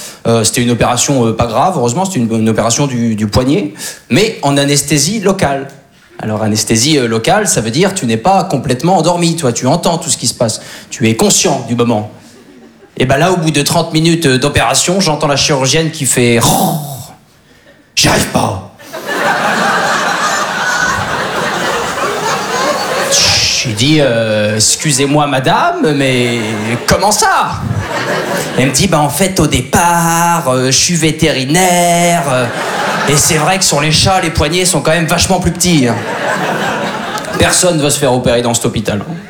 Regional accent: Normandy, France; Alors moi je suis originaire de Basse-Normandie.

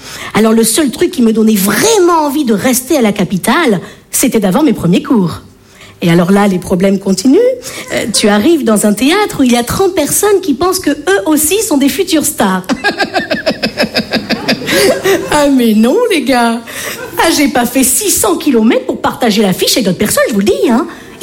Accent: Bordeaux, Nouvelle-Aquitaine, France; now in Paris, France; je viens de Bordeaux.

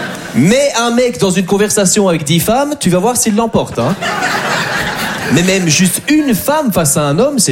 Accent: Belgium; je suis très content de jouer en France. Moi, j'adore les Français, même si je suis belge

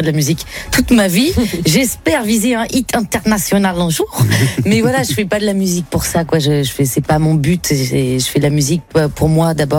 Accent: Rennes, Brittany, France; born there; je suis née en Bretagne.

